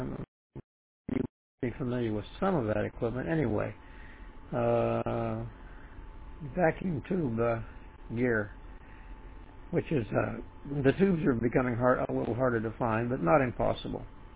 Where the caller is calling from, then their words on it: Florida, United States; Good afternoon, Roy, from South Florida.